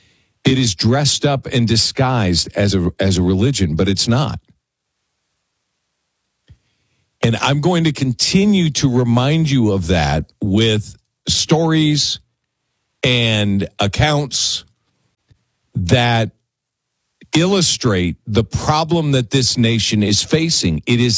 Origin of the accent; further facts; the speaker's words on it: Edina, Minnesota, United States; moved away; I grew up in Edina. Edina is a very affluent suburb of Minneapolis.